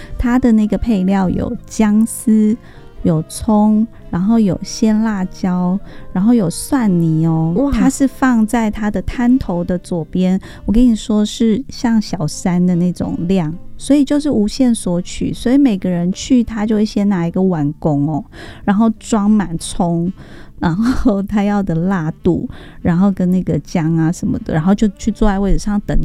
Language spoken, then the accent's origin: Chinese; Taiwan; 我一个台湾人